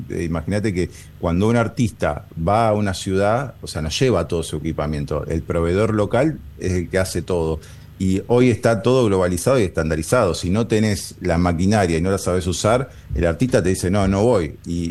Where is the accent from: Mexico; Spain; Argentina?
Argentina; Rosario, Santa Fe; moved away; also born or lived in Buenos Aires; yo soy de Rosario y tuve que irme a vivir a Buenos Aires para poder estudiar.